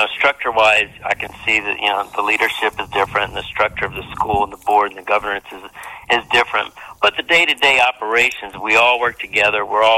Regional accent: Louisiana, United States; moved away as an adult; now in Texas, United States; Originally, I'm from Louisiana, but have been living in Texas for the past 22 years.

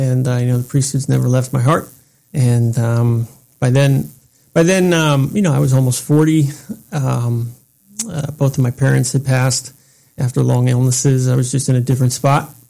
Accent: Arlington, Virginia, United States; moved away as an adult; also born or lived in Washington, District of Columbia, United States / Indiana; now in Springfield, United States; I went to high school here in the Archdiocese. I grew up in Arlington across the river, but I went to school for many years here in the Archdiocese of Washington

